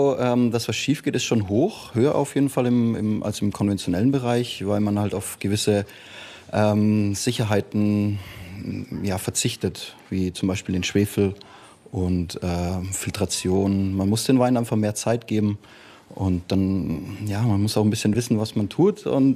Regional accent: Volkach, Bavaria, Germany; Meine Heimat, also das Naturwein ist ja auch eine nachhaltige Sache einfach.

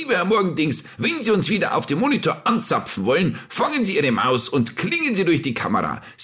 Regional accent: Bavaria, Germany; accent: Bavarian; Das heißt bei uns in Bayern immer noch Wiesen und nicht Wiesen.

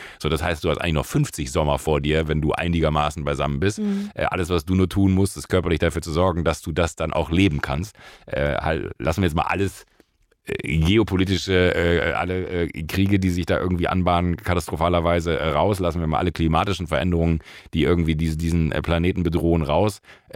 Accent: Rhineland, Germany; ich bin im Rheinland da groß geworden

